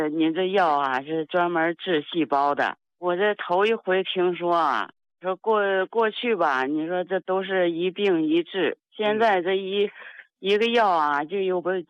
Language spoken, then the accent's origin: Chinese; Hebei, China; 哎，常老师，我是河北的。哎呀，常老师，我今年都80了，我是个老太太呀。